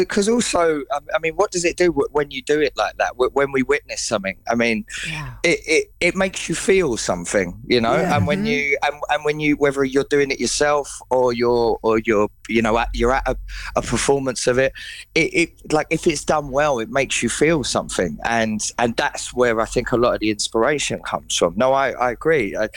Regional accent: London, United Kingdom; So I'm from East Ham.

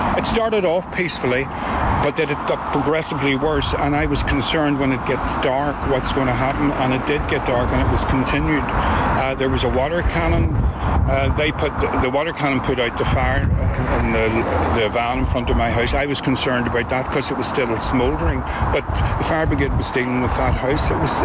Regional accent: Belfast, Northern Ireland, United Kingdom; Yes, I was brought up in the Troubles, yeah. Thought that was all past us now. But, you know, Belfast is a lovely place, you know, and, you know, we get a lot of tourists here

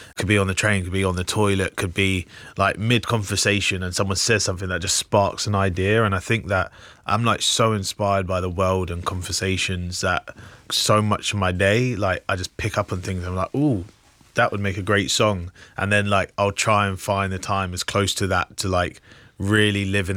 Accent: Luton, East of England, United Kingdom; I grew up in Luton

